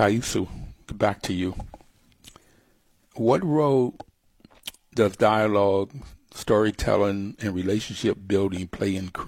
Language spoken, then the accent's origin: English; United States; I'm African American. We came out of slavery here.